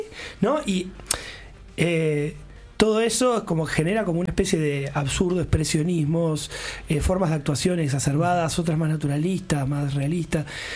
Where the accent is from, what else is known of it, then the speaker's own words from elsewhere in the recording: Uruguay; esa cosa media que somos los uruguayos